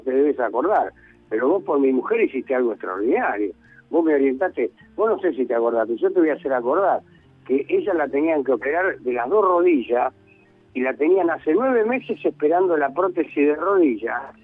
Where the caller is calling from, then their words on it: Quilmes, Buenos Aires Province, Argentina; Yo vivo en Quilmes